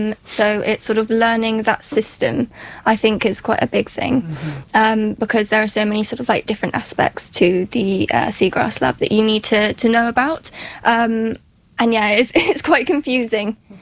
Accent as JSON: {"language": "English", "town": "Winchester", "region": "South East England", "country": "United Kingdom", "moved": "as an adult", "lives_now": "Plymouth, United Kingdom", "said": "And I'm from the UK, from a little place called Winchester, but I'm studying in Plymouth."}